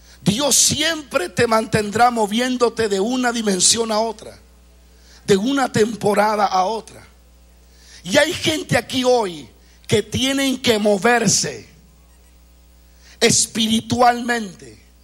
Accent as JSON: {"language": "Spanish", "country": "Dominican Republic", "said": "yo hablo como dominicano"}